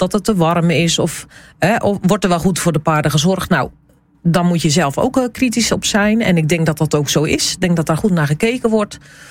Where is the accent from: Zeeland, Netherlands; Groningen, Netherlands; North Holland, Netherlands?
Zeeland, Netherlands; Zoutelande; also born or lived in Meliskerke; want ik ben dan zelf van Zoutelanden en Meliskerken.